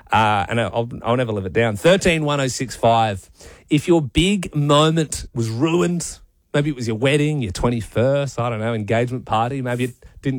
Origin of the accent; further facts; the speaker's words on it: Australia; we're all Australian and we're Australia is representing Australia, this multicultural Australia